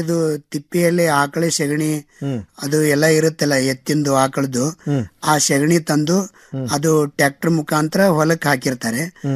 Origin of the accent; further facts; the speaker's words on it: Bommanahalli, Karnataka, India; ನಂದು ವಿಜಯಪುರ ಜಿಲ್ಲೆ ಬಸವನ ಬಾಗೇವಾಡಿ ತಾಲೂಕಿನ ಬೊಮ್ಮನಹಳ್ಳಿ ಗ್ರಾಮ ಅಂತೇಳಿ.